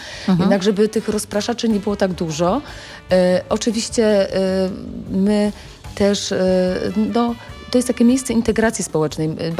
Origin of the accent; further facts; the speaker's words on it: Rabka-Zdrój, Lesser Poland, Poland; born there; Ja też jestem urodzona w Rabce Zdroju, tutaj w Rabce mam rodzinę i jak na co dzień żyję z tą społecznością.